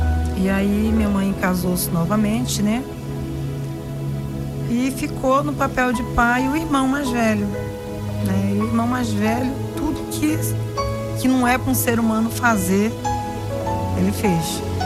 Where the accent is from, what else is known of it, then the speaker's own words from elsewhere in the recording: Belém, Pará, Brazil; Então, eu sou nascida e criada em Belém do Pará, né?